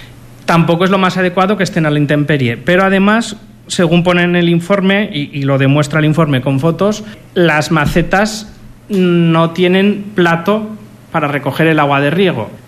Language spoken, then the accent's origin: Spanish; Aragon, Spain; ahora todas las cinco villas estamos en el partido judicial de Egea